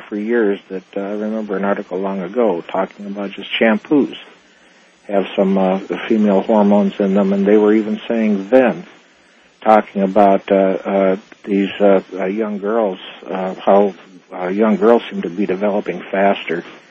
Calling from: Phoenix, Arizona, United States; I'm calling from Phoenix, listening to 550 KFYI.

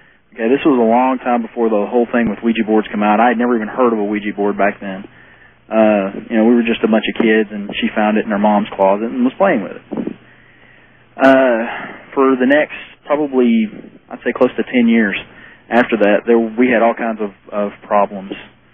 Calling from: Tulsa, Oklahoma, United States; I'm from Tulsa.

